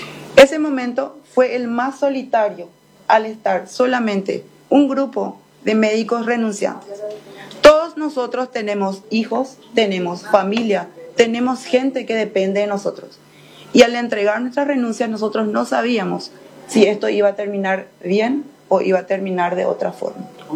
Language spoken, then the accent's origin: Spanish; Paraguay; como médico paraguayo, como madre, como mujer, como hija